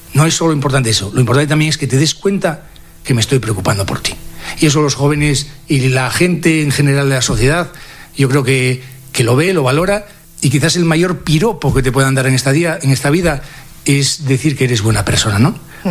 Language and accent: Spanish; La Felguera, Asturias, Spain; now in Oviedo, Spain; yo vengo de una familia cristiana, soy de La Floguera, ya llevo muchos años viviendo aquí en Oviedo